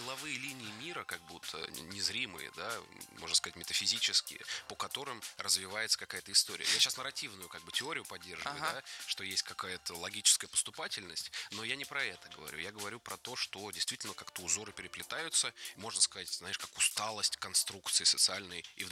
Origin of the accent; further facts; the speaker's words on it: Moscow, Russia; Нет, ну просто мы из Москвы это говорим.